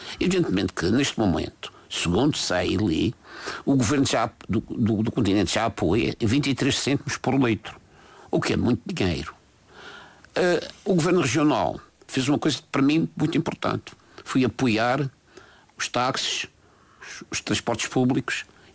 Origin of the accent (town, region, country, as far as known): Portugal